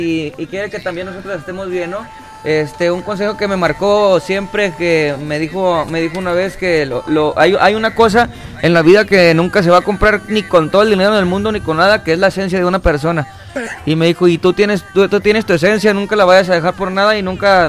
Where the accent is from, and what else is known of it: Los Ángeles, Jalisco, Mexico